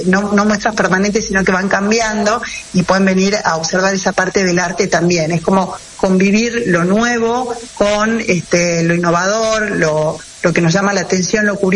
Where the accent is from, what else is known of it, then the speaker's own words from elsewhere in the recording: Salta, Argentina; la identidad salteña y de que todos somos salteños y que pertenecemos acá